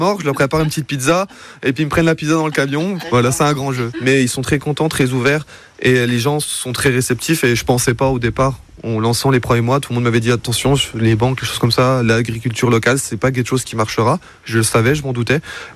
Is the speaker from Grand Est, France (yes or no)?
yes; Épinal, Grand Est, France; born there; Je suis vosgien. Je suis pas originaire d'ici, moi je suis né à Épinal, qui est à 30 minutes d'ici.